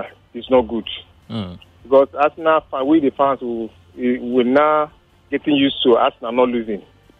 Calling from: Lagos, Nigeria; I'm calling from Yaba.

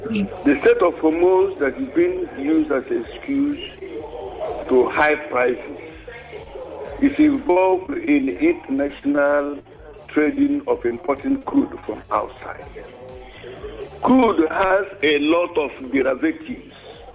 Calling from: Satellite Town, Lagos, Nigeria; from Satellite Town.

